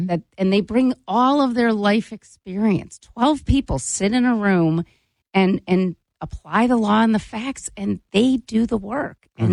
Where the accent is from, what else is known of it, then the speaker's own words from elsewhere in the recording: Cleveland, Ohio, United States; now in Wisconsin, United States; I served on a jury in in my hometown of Cleveland.